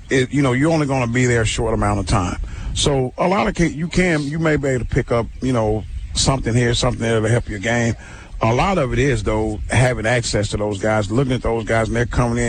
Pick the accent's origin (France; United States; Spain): United States; Little Rock, Arkansas; when I was growing up, we didn't have that here in Little Rock either.